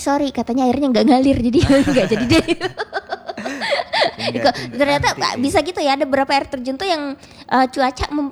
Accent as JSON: {"language": "Indonesian", "region": "East Kalimantan", "country": "Indonesia", "said": "karena aku kan asalnya dari Kutai Barat."}